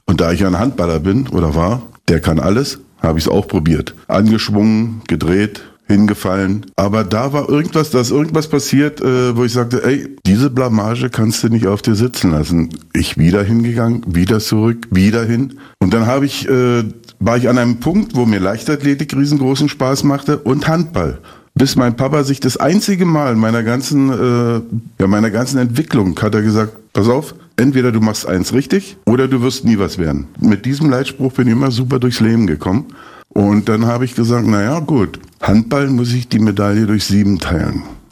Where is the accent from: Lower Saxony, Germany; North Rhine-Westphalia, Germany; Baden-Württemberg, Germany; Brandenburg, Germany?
Brandenburg, Germany; Eisenhüttenstadt; Eisenhüttenstadt, Breslak gut, wo ich aufgewachsen bin als Stift, war schon eine sehr spezielle Geschichte.